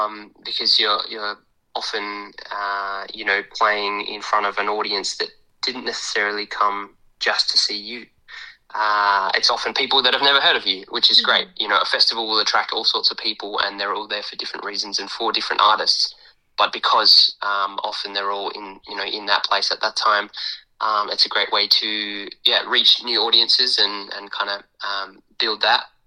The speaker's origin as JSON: {"language": "English", "town": "Adelaide", "region": "South Australia", "country": "Australia", "tie": "born or raised there", "said": "I'm obviously from Adelaide and grown up playing music in the scene since I was pretty young. And so the Adelaide scene has always had a special, you know, place in my heart."}